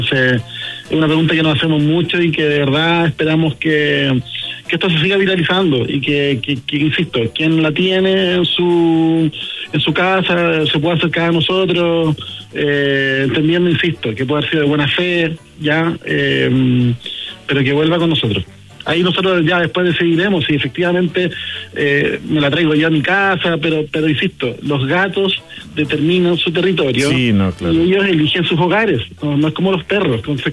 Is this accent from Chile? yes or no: yes; Chile; A nosotros como chilenos siempre nos faltan motivos todos los días para estar enojados y enrabiados con algo